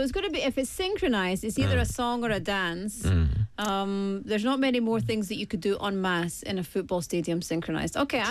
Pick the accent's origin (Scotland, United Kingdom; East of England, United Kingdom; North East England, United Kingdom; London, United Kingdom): Scotland, United Kingdom; Glasgow; moved away; I grew up in Glasgow, so I remember being at football games and thinking, this is, I need to get out of here.